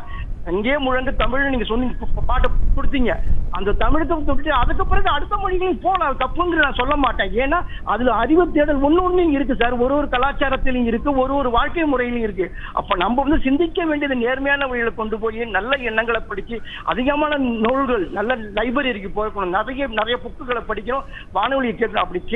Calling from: Manakudi, Tamil Nadu, India

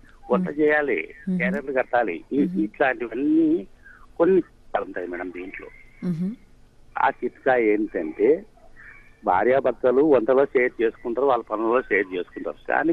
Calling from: Kurnool, Andhra Pradesh, India; Madam మాది Kurnool madam.

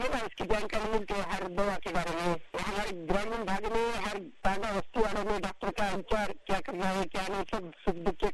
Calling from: Nanded, Maharashtra, India

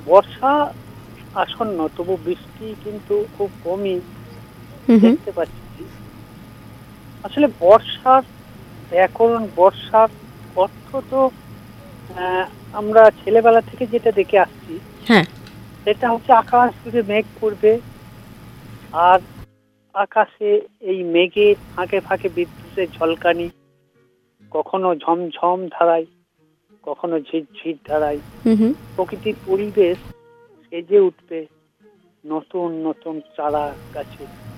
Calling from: Purba Bardhaman, West Bengal, India; আমি পশ্চিমবঙ্গের রাজ্যের পূর্ব বর্ধমান থেকে

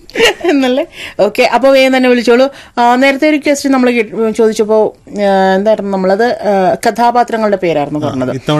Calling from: Perumbavoor, Kerala, India; Perumbavoor.

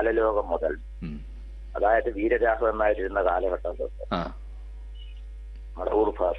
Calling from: Karunagappally, Kerala, India; Karunagappally.

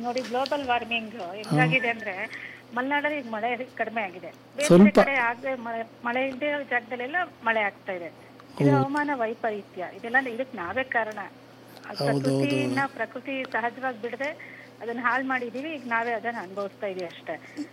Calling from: Hassan, Karnataka, India; Sir, ಹಾಸನದಿಂದ.

